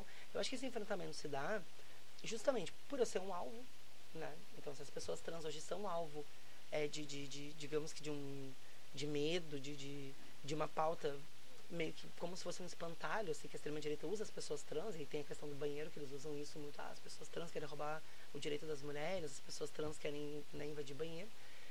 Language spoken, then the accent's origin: Portuguese; Novo Hamburgo, Rio Grande do Sul, Brazil; now in Porto Alegre, Brazil; comecei minha militância política desde os 13 anos de idade em Novo Hamburgo, né? Porque é a cidade onde eu fui criada. Eu moro há quase 8 anos em Porto Alegre